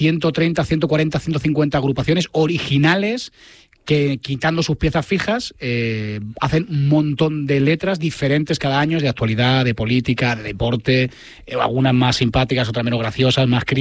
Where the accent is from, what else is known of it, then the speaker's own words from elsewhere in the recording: Madrid, Community of Madrid, Spain; O sea, soy mitad andaluz, mitad madrileño. Yo soy madrileño, yo soy de Vallecas, pero mi madre es de Sevilla